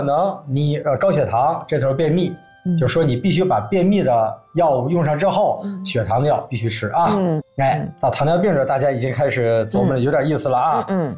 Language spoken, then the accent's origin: Chinese; China; 我们中国人